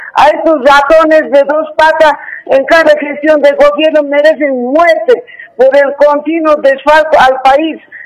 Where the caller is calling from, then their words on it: La Paz, Bolivia; Aquí le llama de La Paz.